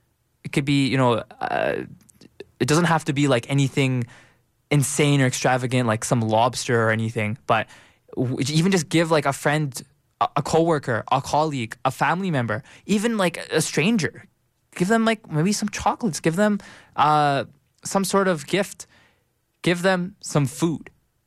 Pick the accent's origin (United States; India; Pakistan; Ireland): Pakistan; I'm from Pakistan